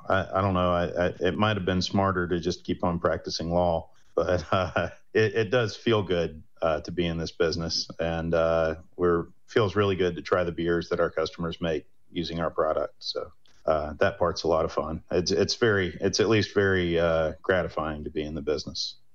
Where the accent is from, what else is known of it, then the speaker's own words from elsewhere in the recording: Salisbury, North Carolina, United States; I'm from Salisbury, which is right in North Carolina's grain belt